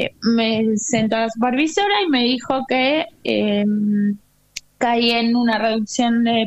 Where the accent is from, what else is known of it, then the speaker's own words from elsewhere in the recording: Tigre, Buenos Aires Province, Argentina; yo soy de Tigre